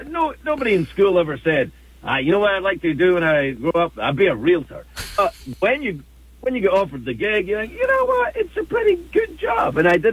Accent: Scotland, United Kingdom; moved away as an adult; now in United States; I grew up in another country, so I grew up in Scotland

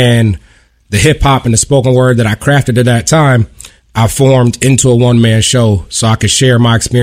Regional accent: Rochester, New York, United States; So I'm originally from East Irondequoit.

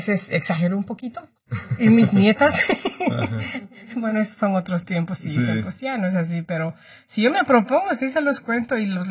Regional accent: Cochabamba, Bolivia; Yo soy de Bolivia, Cochabamba, mi ciudad

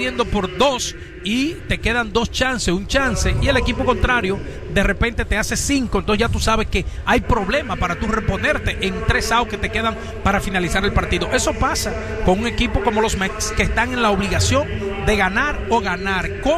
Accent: Dominican Republic; now in New York, United States; nosotros como latinos, sobre todo dominicanos, que desde esa época o mucho antes, yo que tengo familia, llegaron aquí en los 60 a esta ciudad de Nueva York

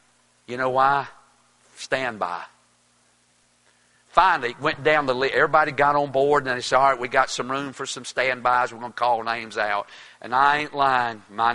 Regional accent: Toast, North Carolina, United States; I'm from Toast, North Carolina. I ain't been nowhere much in my life.

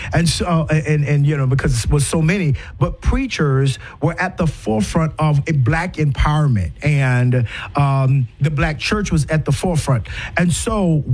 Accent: South Carolina, United States; I grew up in South Carolina, and there was, you know, a mixture, right? There was, you know, what we call the Geechee or the Gullah black man.

